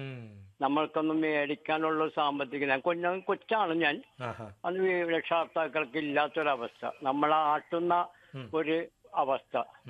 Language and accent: Malayalam; Kochi, Kerala, India; ഞാൻ മട്ടാഞ്ചേരി, ഞാൻ ജനിച്ച് വളർന്നത് മട്ടാഞ്ചേരി